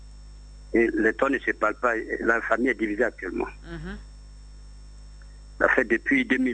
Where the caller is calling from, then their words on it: Abidjan, Côte d’Ivoire; J'appelle de Trècheville.